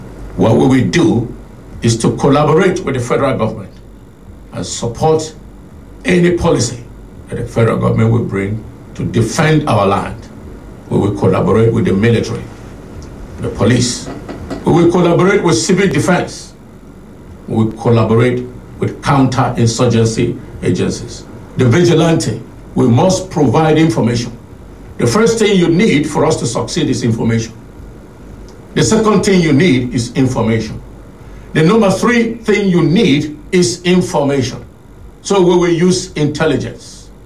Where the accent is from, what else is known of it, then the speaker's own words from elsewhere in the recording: Vandeikya, Benue, Nigeria; I come from Vandika. We have a border with Cross River.